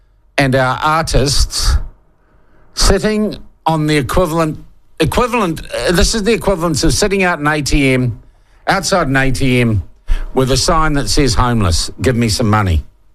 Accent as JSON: {"language": "English", "country": "New Zealand", "said": "I myself posted about the sense of loss I felt as a New Zealander at the passing"}